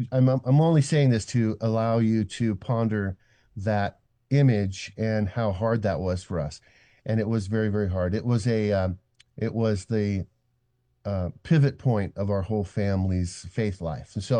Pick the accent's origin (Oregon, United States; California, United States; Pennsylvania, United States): Oregon, United States; Eugene; I was born and raised in Eugene, Oregon. My parents are from Butte, Montana.